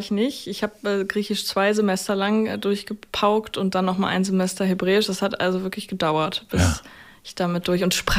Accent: Hinrichsfeen, Lower Saxony, Germany; Also ich komme aus Hinrichsfeen. Hm. Das Feen, das Heinrich Hinrichs vor 120 Jahren gegründet hat. Und genau, das gehört zur größeren Stadt Wiesmoor. Das ist in der Mitte von Ostfriesland.

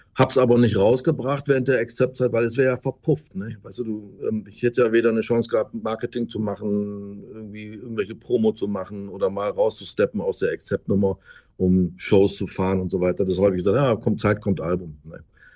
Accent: Osnabrück, Lower Saxony, Germany; now in Frankfurt, Germany; Ich komme zum Glück aus Osnabrück.

